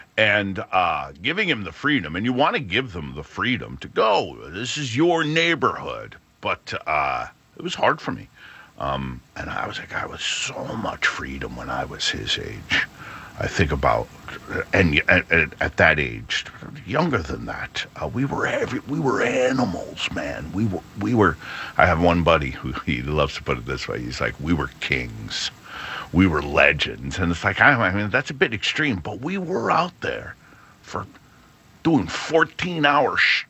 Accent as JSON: {"language": "English", "town": "New Haven", "region": "Connecticut", "country": "United States", "tie": "born or raised there", "said": "I grew up in Morris Cove. We had sidewalks."}